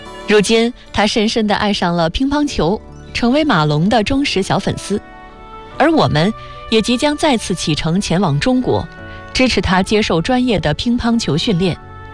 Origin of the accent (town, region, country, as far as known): Nepal; Chinese is a second language